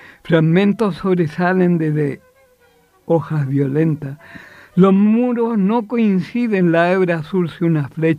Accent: San Bernardo, Santiago Metropolitan Region, Chile; mi pueblo natal, San Bernardo

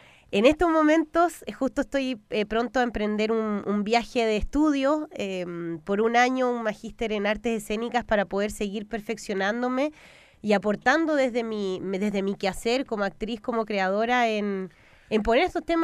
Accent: Chile

